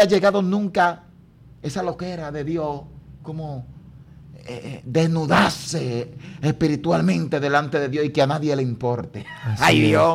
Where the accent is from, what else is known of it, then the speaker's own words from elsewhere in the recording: Dominican Republic; nosotros somos República Dominicana, la nación de la Biblia.